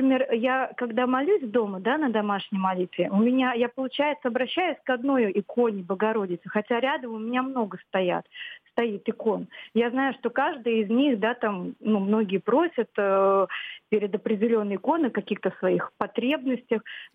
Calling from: Severomorsk, Murmansk Oblast, Russia; я звоню из Североморска.

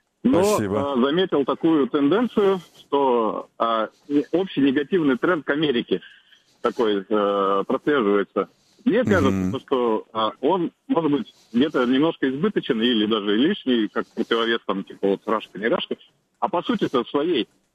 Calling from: Tomsk, Tomsk Oblast, Russia; из Томска.

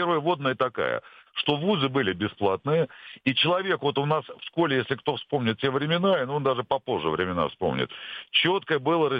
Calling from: Moscow, Russia

